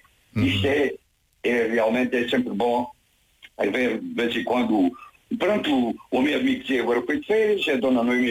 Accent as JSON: {"language": "Portuguese", "town": "Almodóvar", "region": "Beja", "country": "Portugal", "tie": "born there", "said": "se costuma dizer que nasci mesmo em Almodóvar"}